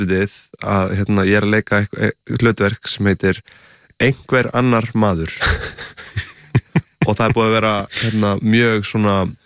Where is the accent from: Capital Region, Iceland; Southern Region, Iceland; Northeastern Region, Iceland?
Capital Region, Iceland; Reykjavík; Já, hérna Sjafnargötu